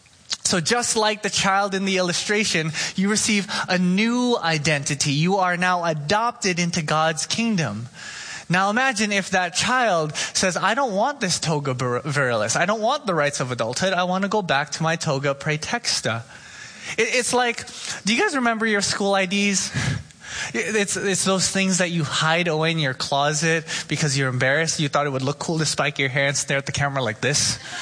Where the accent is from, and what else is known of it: Oxnard, California, United States; born or raised there